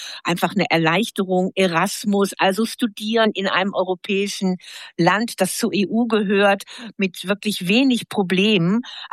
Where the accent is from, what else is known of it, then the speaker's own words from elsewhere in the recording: North Rhine-Westphalia, Germany; now in Bavaria, Germany; dann kann man sich als Westfälin, Ostwestfälin auch in Bayern sehr wohlfühlen.